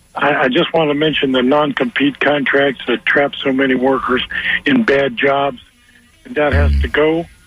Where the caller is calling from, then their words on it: St. Petersburg, Florida, United States; in St. Pete.